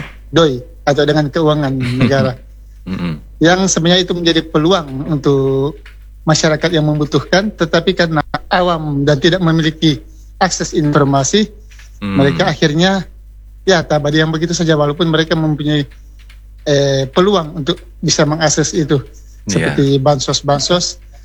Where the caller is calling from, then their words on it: North Sulawesi, Indonesia; khususnya di daerah saya itu di Kabupaten Minahasa.